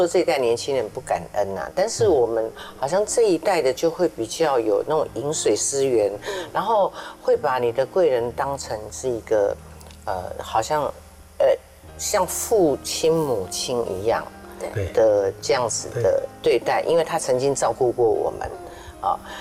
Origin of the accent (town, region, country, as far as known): Taiwan